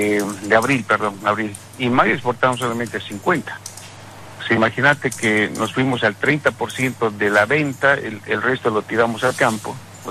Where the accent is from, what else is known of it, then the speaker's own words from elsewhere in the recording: Villazón, Potosí, Bolivia; born there; also born or lived in Argentina; now in Chapare, Bolivia; yo nací en Villazón. Después de haber estudiado en la Argentina, me vine acá y bueno, desde hace 36 años estoy